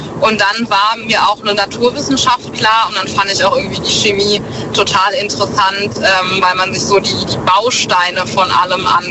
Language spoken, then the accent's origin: German; Osann-Monzel, Rhineland-Palatinate, Germany; Hi, aus Osernmonzel an der Mosel bei Trier.